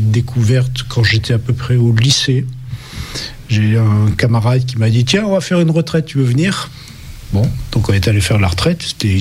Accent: Montpellier, Occitanie, France; born there; Je suis né à Montpellier, qui est la ville d'origine de la famille, mais j'y suis né pendant les vacances, et j'y ai en fait jamais habité

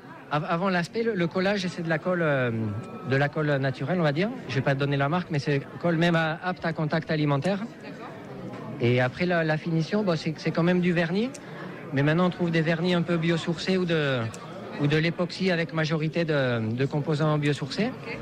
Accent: Bourisp, Occitanie, France; j'ai 46 ans et je suis originaire de Bourispe dans la Vallée d'Or, à côté de Saint-Lary.

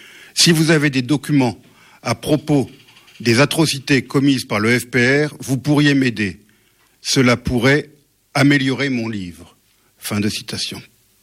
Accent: Rwanda; Je suis né au Rwanda, j'y suis depuis mon enfance.

